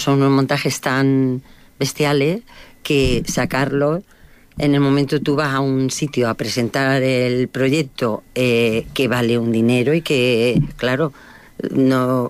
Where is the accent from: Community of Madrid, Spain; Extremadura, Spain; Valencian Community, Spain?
Valencian Community, Spain; Villena; yo voy a Almansa y soy la de Villena.